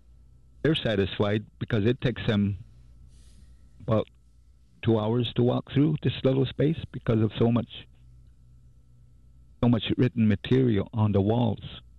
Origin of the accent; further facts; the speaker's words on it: United States; this is the only place you will learn about the Meskwaki tribe. Those other museums don't really tell about us.